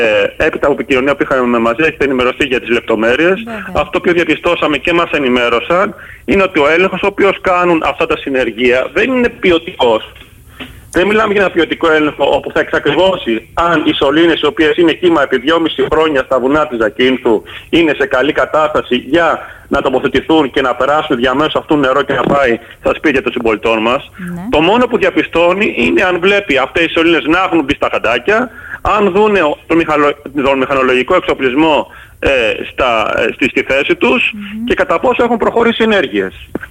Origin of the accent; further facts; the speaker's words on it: Greece; now in Zakynthos, Greece; σαν Έλληνας πολίτης